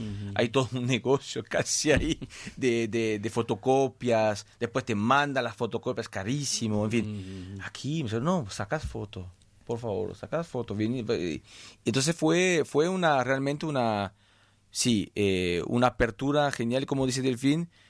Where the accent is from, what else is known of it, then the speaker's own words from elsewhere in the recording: Marseille, Provence-Alpes-Côte d'Azur, France; nosotros venimos de Marsella, o sea, del sur de Francia. Y en Marsella también somos muy latinos.